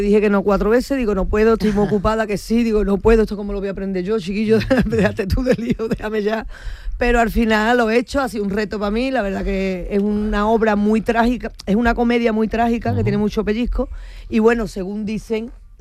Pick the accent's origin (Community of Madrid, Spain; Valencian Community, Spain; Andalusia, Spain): Andalusia, Spain; Seville; Me crié en el Tardón, coño, si es que me he criado descalza por las calles.